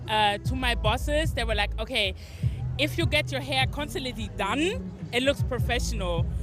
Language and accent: English; Germany; I grew up in Germany.